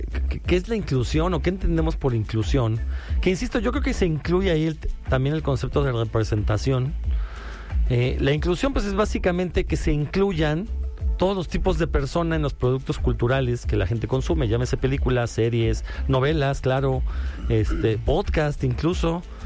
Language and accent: Spanish; Mexico